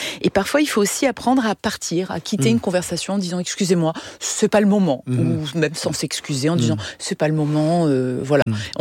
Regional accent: Metz, Grand Est, France; je suis franco luxembourgeoise, hein. J'ai grandi en Lorraine, à Metz.

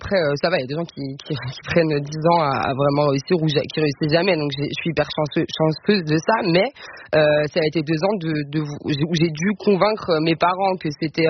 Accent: Montigny-le-Bretonneux, Île-de-France, France; Oui, je suis de banlieue parisienne, je viens de Saint-Quentin en Yvelines, Montigny-Bretonneux. Voilà, j'étais à la fois dans des jolis parcs et à la fois il y avait les HLM à côté.

